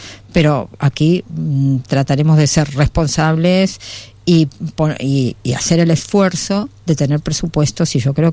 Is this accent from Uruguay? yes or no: no; Argentina; now in Spain; soy muy muy argentina en ese sentido